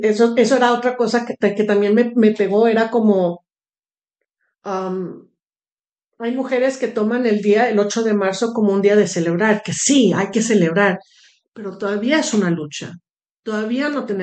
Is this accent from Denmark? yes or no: yes; Denmark; Entonces yo hablo con la perspectiva de que yo soy blanca, danesa, con ese privilegio, ¿no?